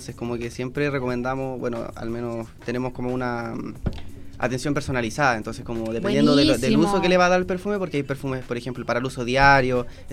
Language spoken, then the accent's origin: Spanish; Rengo, O'Higgins, Chile; Venimos de Rengo.